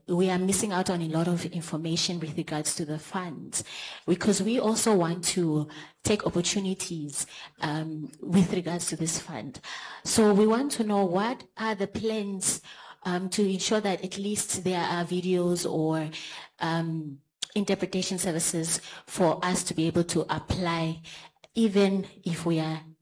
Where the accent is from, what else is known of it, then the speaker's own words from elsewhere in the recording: Windhoek, Khomas, Namibia; Good afternoon, everybody. I am from Windhoek, and thank you so much for this opportunity to talk.